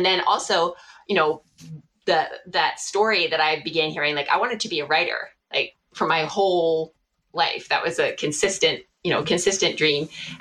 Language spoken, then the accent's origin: English; New York, United States; born there; also born or lived in Maryland / Washington DC / West Coast; now in Pennsylvania, United States